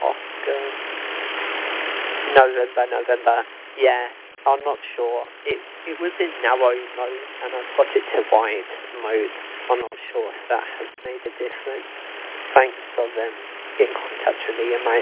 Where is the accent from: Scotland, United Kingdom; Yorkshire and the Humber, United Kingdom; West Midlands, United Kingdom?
West Midlands, United Kingdom; Stourbridge; I am from Stourbridge. I'm not sure if you know where Stourbridge is. I'm not sure of the reference, but Stourbridge is where I am from.